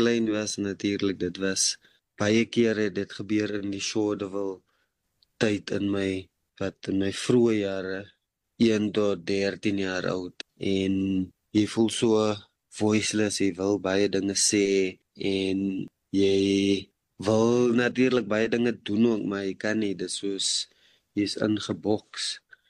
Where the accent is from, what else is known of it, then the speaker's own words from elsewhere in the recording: Port Elizabeth, Eastern Cape, South Africa; Ek is van Treberga in die Ooskaap, dit is waar ek groot geword het. Dit was natuurlik Port Elizabeth